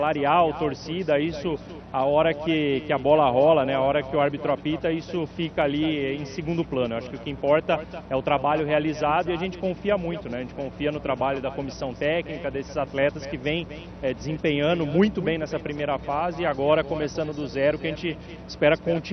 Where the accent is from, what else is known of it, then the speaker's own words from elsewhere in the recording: São Paulo, Brazil; moved away as an adult; now in Brusque, Brazil; Eu tenho origem em São Paulo, né? Sou de São Paulo, trabalhei muitos anos no interior de São Paulo